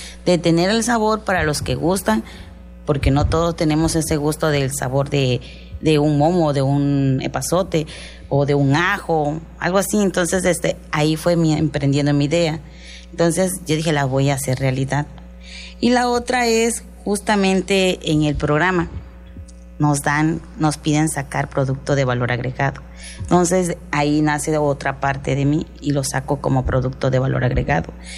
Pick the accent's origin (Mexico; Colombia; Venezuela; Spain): Mexico; usted sabe que somos mexicanos